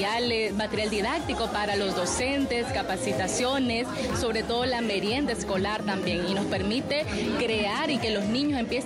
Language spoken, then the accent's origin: Spanish; Honduras; aquí se ve esa gran corazón como hondureños que nos caracteriza